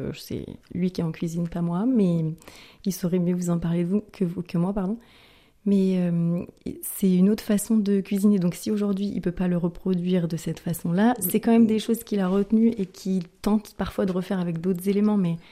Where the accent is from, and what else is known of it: France